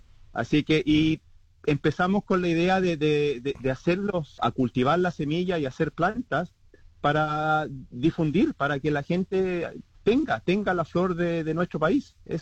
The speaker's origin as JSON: {"language": "Spanish", "country": "Chile", "said": "Nosotros somos de Chile, así que dijimos, vamos a hacer algo chileno."}